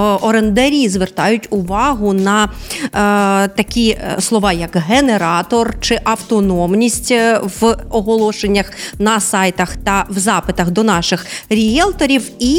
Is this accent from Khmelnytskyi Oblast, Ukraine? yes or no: no; Odesa, Odesa Oblast, Ukraine; ми, одесити